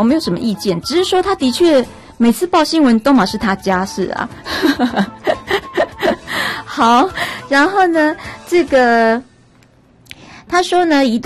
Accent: Taiwan; 我们台湾人很爱刷卡呢

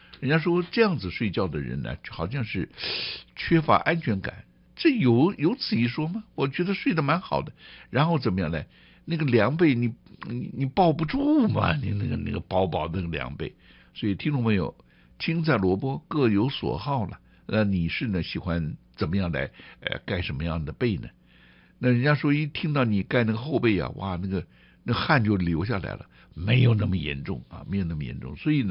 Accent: Taiwan; 很多我们台湾人呢

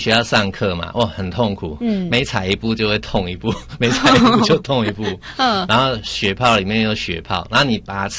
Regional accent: Taiwan; 到台湾都是长大到这个年纪

